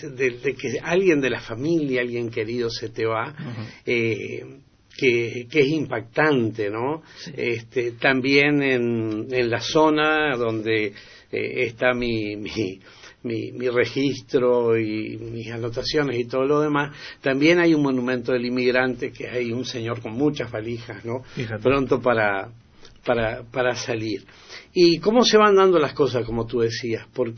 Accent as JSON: {"language": "Spanish", "region": "Asturias", "country": "Spain", "said": "estando en Asturias, que es la zona uh-huh. particularmente de la que yo provengo"}